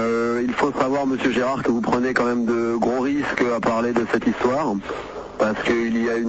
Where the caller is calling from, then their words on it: Paris, Île-de-France, France; j'appelle de Paris 139